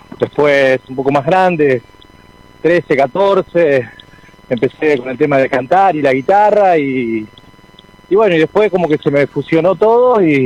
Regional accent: Rosario, Santa Fe, Argentina; now in Tierra del Fuego, Argentina; soy de Rosario.

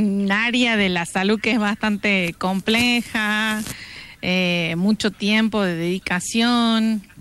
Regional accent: Angastaco, Salta, Argentina; born there; now in Salta, Argentina; Soy doctora, pero soy de Angastaco, pero no trabajo en Angastaco.

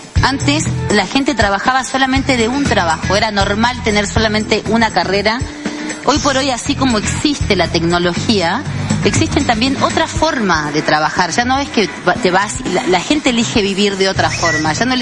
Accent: Tres Cerritos, Salta, Argentina; born there; also born or lived in San Lorenzo; Claro, no nací en San Lorenzo, nací en Tres Cerritos. Después sí me fui a San Lorenzo feliz, agradecida.

